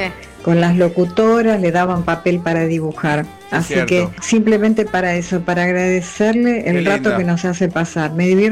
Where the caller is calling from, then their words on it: El Palomar, Buenos Aires Province, Argentina; del Palomar.